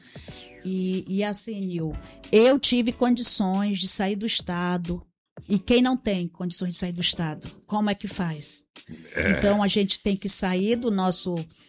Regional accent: Roraima, Brazil; also born or lived in Tocantins; Eu sou natural de... Tocantins. Né? Quando eu nasci ainda era Goiás, mas aí nós tivemos essa mudança, então eu sou natural de Tocantins, mas moro em Roraima já desde os 5 anos de idade, então já tenho meu coração macuxi.

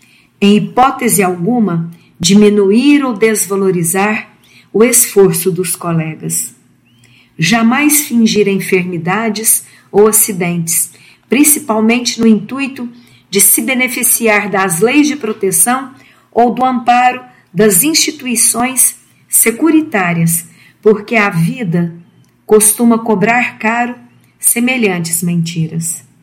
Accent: Uberlândia, Minas Gerais, Brazil; sou da cidade de Uberlândia

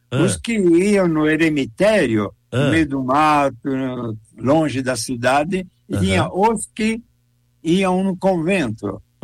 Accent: Santo André, São Paulo, Brazil; now in Curitiba, Brazil; Eu sou de Santo André

